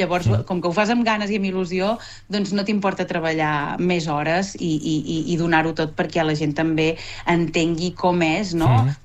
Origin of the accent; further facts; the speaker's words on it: Olot, Catalonia, Spain; Com que jo soc d'Olot